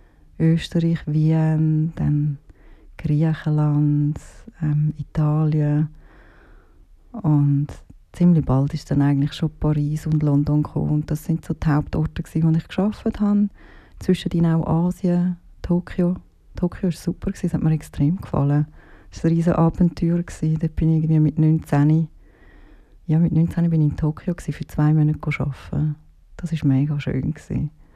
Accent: Bülach, Zurich, Switzerland; Also ich bin in Bülach geboren. Genau. Und ja, habe lange dort gelebt, bin dort aufgewachsen, bis als Jugendliche. Dann habe ich die Schule gewechselt, bin auf Zürich gekommen

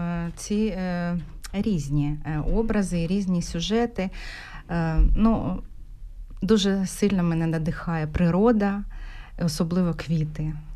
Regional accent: Dnipro, Dnipropetrovsk Oblast, Ukraine; moved away as an adult; now in Switzerland; Я народилася в Україні, в місті Дніпро. З дитинства малюю, закінчила художню школу в Дніпрі, художнє училище імені Вучетича в Дніпрі і університет Олеся Гончара.

